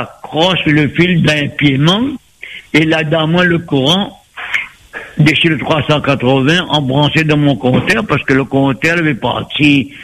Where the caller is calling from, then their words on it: Saint-Benoît, Réunion; Oui, excusez-moi, je suis où de Saint-Benoît, hein?